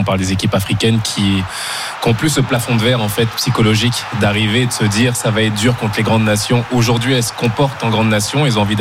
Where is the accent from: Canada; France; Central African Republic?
Canada; Montreal, Quebec; Il parlait d'émotion et je viens de Montréal.